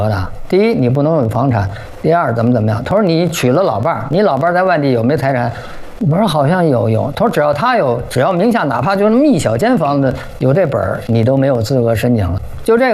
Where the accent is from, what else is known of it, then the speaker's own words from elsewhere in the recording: Beijing, China; 我是北京人